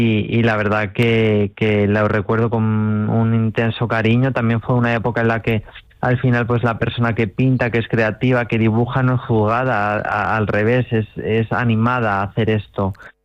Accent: Marchamalo, Castilla-La Mancha, Spain; also born or lived in Guadalajara; now in Madrid, Spain; pienso en mi pueblo con un punto de rencor por esto, pero bueno, también soy muy marchamalero

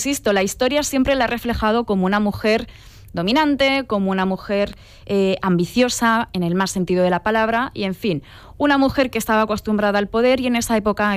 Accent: Sonseca, Castilla-La Mancha, Spain; Porque es que de Sonseca, no, nada bueno de ahí. Digo con cariño que yo soy de ahí, sí.

